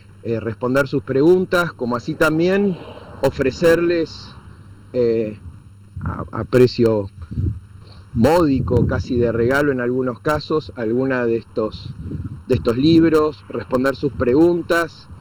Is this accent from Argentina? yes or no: yes; Argentina